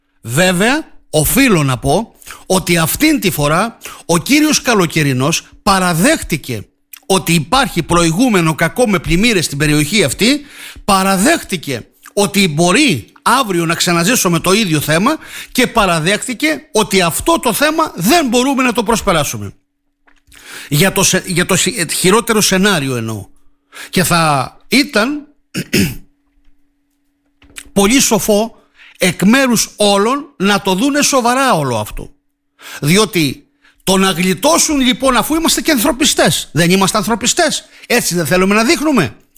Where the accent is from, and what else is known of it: Crete, Greece